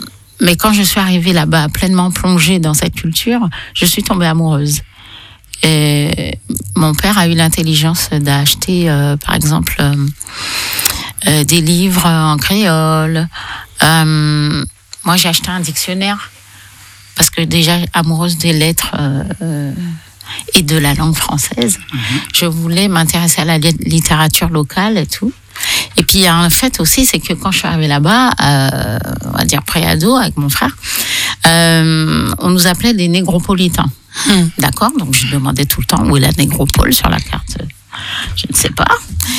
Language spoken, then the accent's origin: French; Lille, Hauts-de-France, France; born there; Pas du tout, je suis née à Lille.